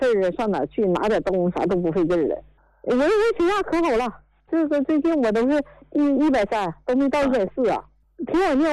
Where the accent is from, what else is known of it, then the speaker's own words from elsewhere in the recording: Northeast China, China; 东北的，哎呀，你都不知道啊！这一到冬天上个厕所，这太